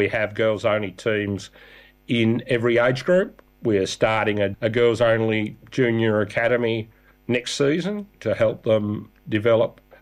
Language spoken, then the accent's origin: English; Launceston, Tasmania, Australia; born there; also born or lived in England; I was born in Launceston